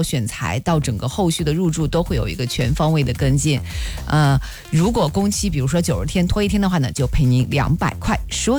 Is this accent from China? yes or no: yes; China; 我们中国人本身就特别喜欢六这个数字嘛